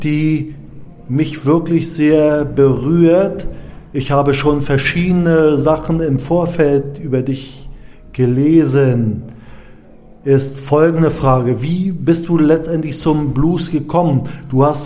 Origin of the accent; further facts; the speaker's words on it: eastern Germany, Germany; ich bin aus dem Osten.